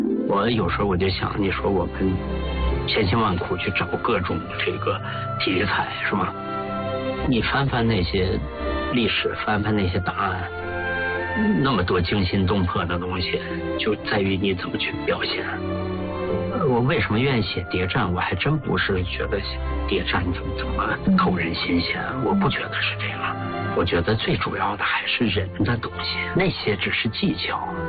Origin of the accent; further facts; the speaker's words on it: Heilongjiang, China; 就因为我本身是黑龙江人嘛，小时候文目睹，我对那块土地特别熟悉嘛。